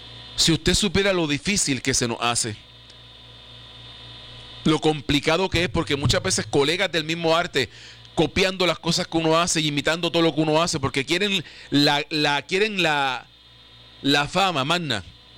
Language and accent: Spanish; Puerto Rico; como puertorriqueño, siento por mí y siento por los míos.